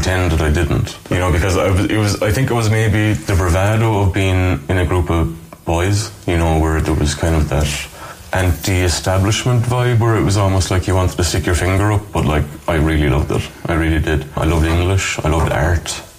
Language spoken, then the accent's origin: English; Kilrush, County Clare, Ireland; Horse fairs are probably one of the more prominent memories of Kilrush, you know, when I was younger. Hanging out with my friends, running around the woods. I had a good group of friends when I was growing up, and I lived basically here in the estate as well.